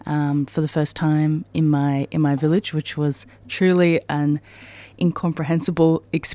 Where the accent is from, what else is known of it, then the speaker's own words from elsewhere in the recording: Sydney, New South Wales, Australia; born there; I was born in Sydney.